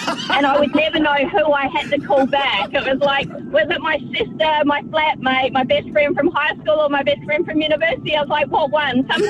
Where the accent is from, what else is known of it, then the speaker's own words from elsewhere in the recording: Australia; moved away as an adult; now in New Zealand; So I grew up in Australia and moved over to New Zealand in my mid-20s.